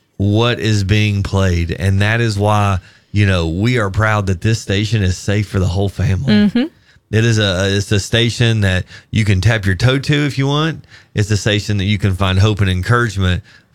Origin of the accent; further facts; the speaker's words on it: Ashland, United States; I grew up in this community